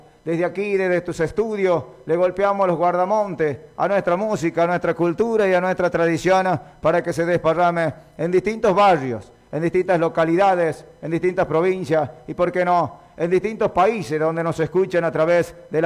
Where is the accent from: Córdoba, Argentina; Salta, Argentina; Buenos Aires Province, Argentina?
Salta, Argentina; Pluma de Pato; Sí, señor, de ahí vengo, de ahí soy, originario de Pluma del Pato, nativo de mi querida tierra, de mi querencia, mi lugar en el mundo, donde solamente existe la sencillez.